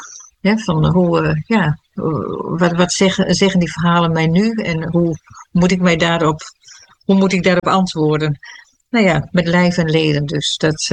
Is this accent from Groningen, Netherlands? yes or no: yes; Stitswerd, Groningen, Netherlands; moved away as an adult; now in Glanerbrug, Netherlands; Nee, ik kom uit een Nederlands hervormd nest. Ik kom uit Groningen. Ik ben in een heel klein dorpje geboren, Stitswert. Niemand kent dat zo'n beetje. In het noorden van Groningen. In 1968 dus.